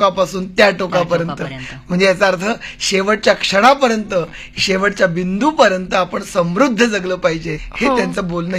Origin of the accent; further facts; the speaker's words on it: Aurangabad, Maharashtra, India; आमच्या शेजारी औरंगाबादला माझं बरंचसं बालपण गेलं औरंगाबादला, त्या ठिकाणी आमच्या शेजारी एक ग्रहस्थ होत